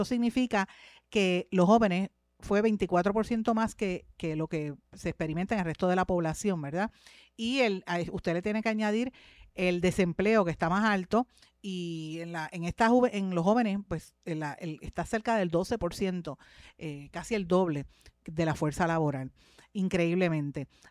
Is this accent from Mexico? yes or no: no; Puerto Rico; Tenemos 2 años como puertorriqueños